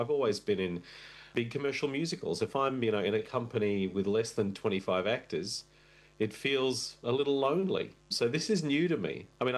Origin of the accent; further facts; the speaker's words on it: Russia; born there; first language Russian; English is a second language; You know, my second language after Russian, I was born in Russia, my second language was Yiddish, which I started to learn again as an adult